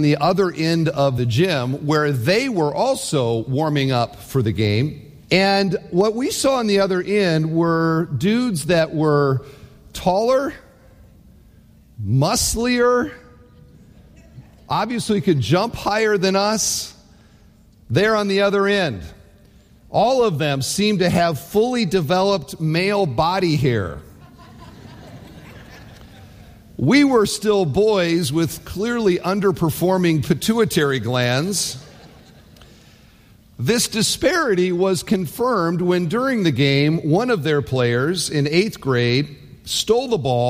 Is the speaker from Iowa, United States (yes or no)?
yes; Cedar Falls, Iowa, United States; so I grew up in Cedar Falls, Iowa.